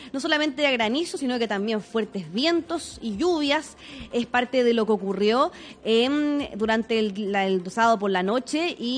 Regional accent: Chile; pese a que nosotros como chilenos, que estamos acostumbrados también a los sismos

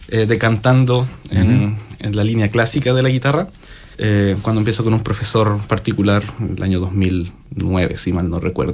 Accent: Coquimbo, Chile; also born or lived in La Serena; yo estuve en una escuela de música en La Serena, sí. Soy de Coquimbo, y estuve 3 años ahí.

